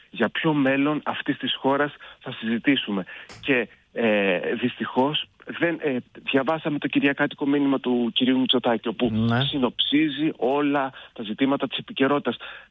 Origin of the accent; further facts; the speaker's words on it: Greece; αν για κάτι περηφανευόμασταν ως Έλληνες, είναι ότι είχαμε το σπίτι μας